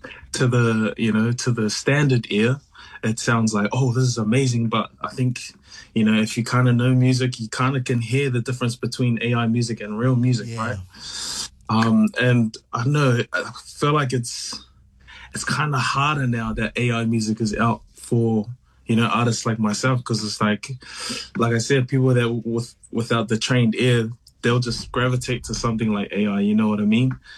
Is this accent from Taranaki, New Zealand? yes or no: yes; Taranaki, New Zealand; now in Melbourne, Australia; I've been here for a while. I was born and raised in Aotearoa, though, but been here for a little bit.